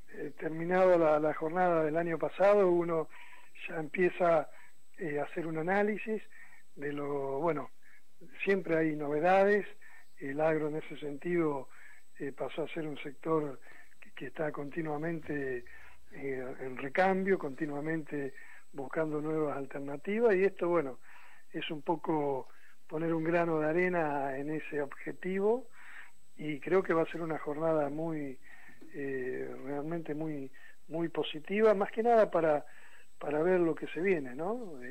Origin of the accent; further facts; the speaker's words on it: Argentina; como argentinos no le tenemos miedo a la competencia